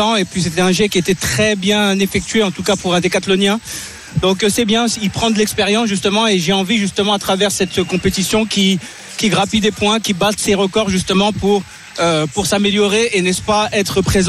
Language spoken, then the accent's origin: French; Paris, Île-de-France, France; Ah, je suis parisien, il peut pas comprendre.